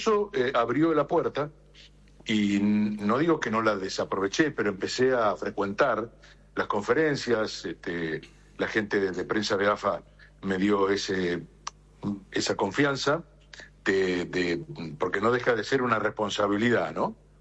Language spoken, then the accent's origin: Spanish; Santa Fe Province, Santa Fe, Argentina; nos intercambiamos unas emociones como santafesinos que somos también